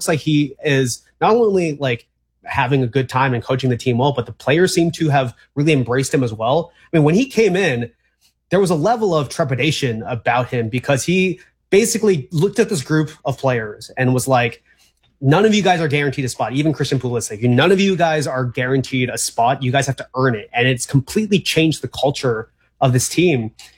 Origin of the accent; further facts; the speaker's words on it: South Korea; So, I'm originally from South Korea.